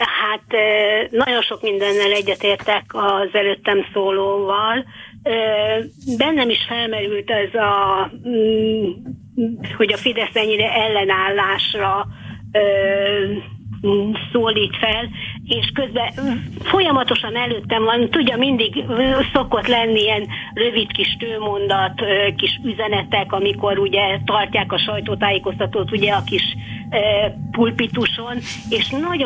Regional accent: Budapest, Hungary; nekem Budapest a mindenem, hát én itt születtem, itt élek 70 éve

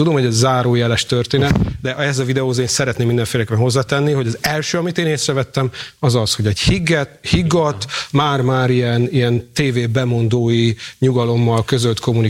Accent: Hungary; a magyarokról szokták mondani, hogy híresek, hogy a bajban azért nagyon tudunk összetartani

